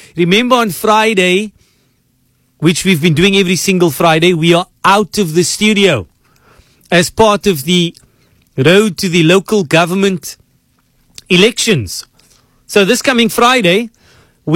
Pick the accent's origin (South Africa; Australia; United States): South Africa; Cape Town, Western Cape; I am from Cape Town, born and raised here. Perhaps my parents and grandparents not from South Africa.